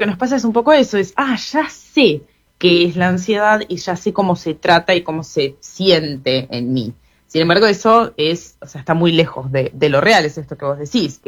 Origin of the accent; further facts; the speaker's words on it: Chubut, Argentina; moved away as an adult; now in Punta del Este, Uruguay; yo soy argentina, soy de Chubut, de la Patagonia, soy del sur de Argentina, pero ya hace unos 2 años que estoy viviendo acá en Punta del Este. Me encanta Uruguay, estoy feliz de la vida acá, así que sí, ya viviendo hace un tiempo.